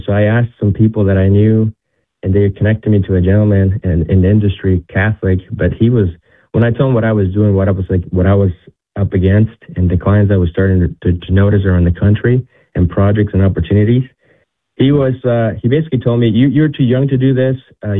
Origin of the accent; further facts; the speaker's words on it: Ecuador; moved away as an adult; now in United States; I grew up in Ecuador for 17 years. I spent there, and then I came to the U.S. to get my engineering degree